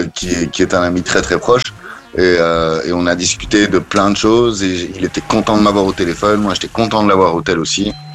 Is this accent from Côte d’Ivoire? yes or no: no; Belgium; je suis en Provence et je suis descendu, je suis belge, je suis descendu dans le sud de la France